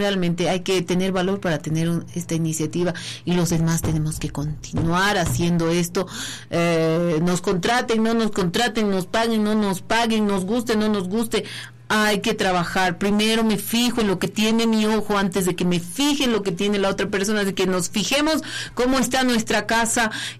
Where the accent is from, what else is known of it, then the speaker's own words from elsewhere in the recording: Potosí, Bolivia; ¿qué somos los potosinos?